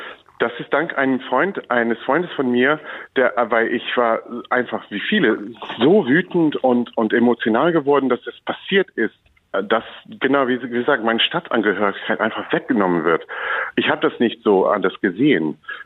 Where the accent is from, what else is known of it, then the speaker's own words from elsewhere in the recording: England, United Kingdom; moved away as an adult; now in Germany; meine Identität ist nicht als Engländer, es ist als EU-Bürger.